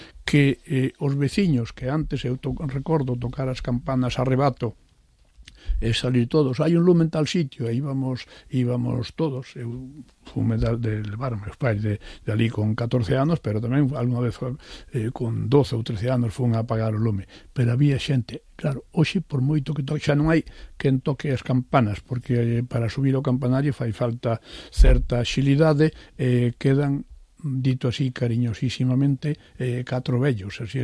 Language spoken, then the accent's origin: Galician; Sober, Galicia, Spain; born there; eu son nacín en Vigo, pero nacín en Sober